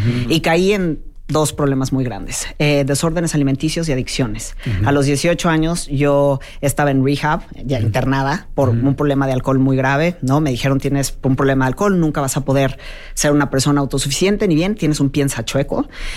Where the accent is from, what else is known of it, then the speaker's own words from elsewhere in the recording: Mexico; born there; Sí, bueno, nací en México, por supuesto, y mi mamá, de pueblo, nunca aprendió a hablar inglés